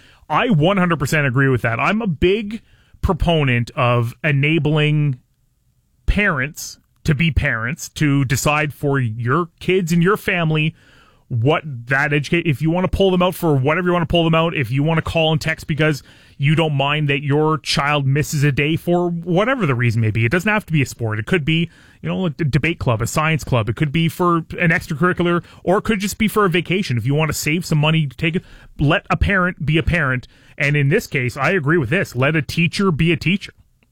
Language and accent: English; Belle River, Ontario, Canada; also born or lived in Puce; when I was a kid growing up in Puce and in Bell River.